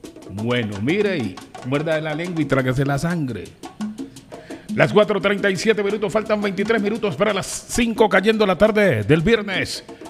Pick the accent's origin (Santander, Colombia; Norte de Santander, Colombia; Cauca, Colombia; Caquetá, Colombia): Cauca, Colombia; Puerto Tejada; En Puerto Tejani, en mi tierra le dicen